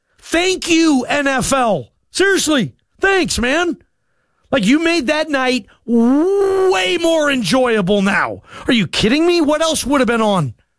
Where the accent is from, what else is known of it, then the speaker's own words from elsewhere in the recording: Atlanta, Georgia, United States; born there; I was born in Atlanta, by the way, man.